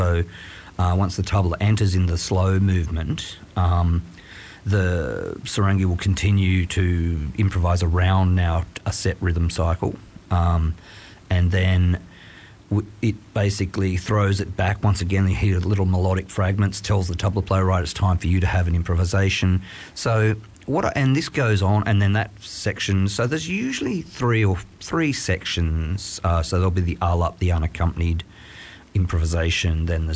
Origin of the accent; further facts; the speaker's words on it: Grenfell, New South Wales, Australia; now in Bathurst, Australia; I was born in Grenfell in the Central West and grew up on a sheep farm playing drums in the woolshed as a kid